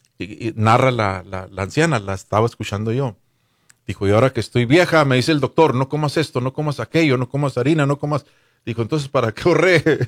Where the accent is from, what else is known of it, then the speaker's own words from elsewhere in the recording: Chihuahua, Mexico; O sea, en Chihuahua, yo soy chihuahuense